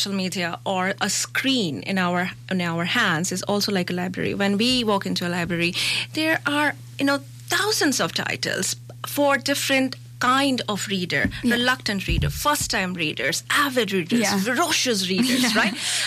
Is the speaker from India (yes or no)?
yes; India; I'm Indian. I grew up in a typical Indian household with so much competition, so much strictness around education and reading every day.